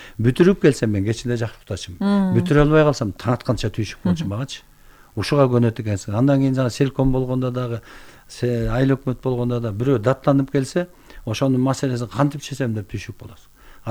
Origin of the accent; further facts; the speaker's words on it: Bystrovka, Chuy Region, Kyrgyzstan; мен интернатта өстүм да, инилерим менен эжекем болуп. Биз 6 эркек, 1 эжекебиз бар, 7 бир тууганбыз да. Анан атам чабан болгонго байланыштуу бизди интернатка өткөзгөн. Быстровка №1 гэс интернаты бар болчу.